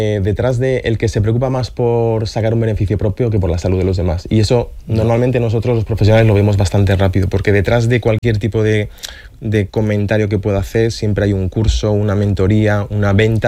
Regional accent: Asturias, Spain; now in Valencia, Spain

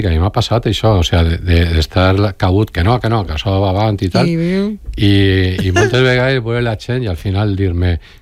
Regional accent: Alboraia, Valencian Community, Spain; jo soc d'Alboraia, en la meva zona, el Màser, Alboraia, Tavernes, que és on rega Rascanya

